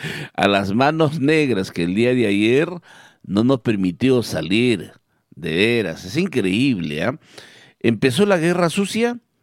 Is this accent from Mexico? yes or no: no; Villa Rica, Pasco, Peru; ¿Qué tal Villarrica? Buenos días, Villarrica. ¿Cómo amaneció mi pueblo querido de Villarrica?